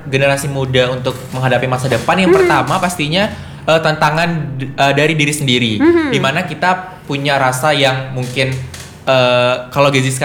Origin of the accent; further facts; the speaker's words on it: Natuna, Riau Islands, Indonesia; kita kan orang Natuna, kita itu dari ujung utara gitu, dari perbatasan